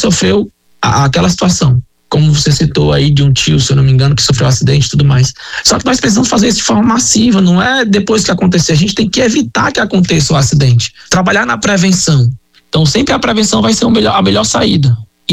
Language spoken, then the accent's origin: Portuguese; Fortaleza, Ceará, Brazil; Eu vou falar aqui, eu sou natural de Fortaleza, tá? Mas viajo muito a São Paulo